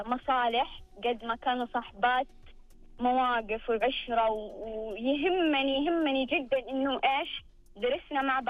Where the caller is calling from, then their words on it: Hejaz, Saudi Arabia; وهو يقصد عندنا في الحجاز التوماتيك.